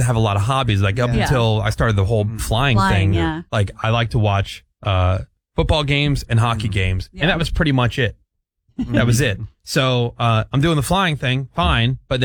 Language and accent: English; Detroit, Michigan, United States; You know, like, I'm from Detroit